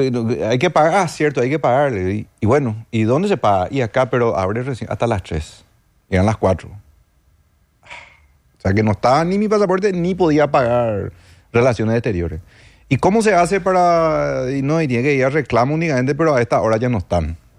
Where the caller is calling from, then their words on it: Asunción, Paraguay; yo soy de Asunción, tengo auto, hasta cierto punto dispongo de mi tiempo